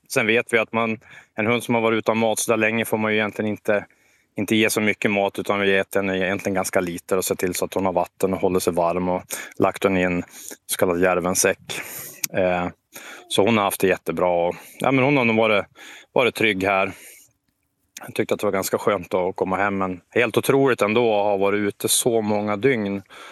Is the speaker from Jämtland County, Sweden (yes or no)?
yes; Östersund, Jämtland County, Sweden; Jag är från Östersund